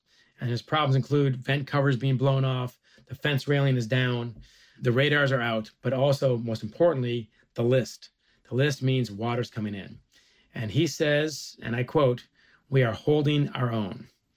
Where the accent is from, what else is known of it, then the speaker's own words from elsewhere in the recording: Great Lakes, United States; And I grew up in the Great Lakes. And we swim in these lakes, we sail in these lakes.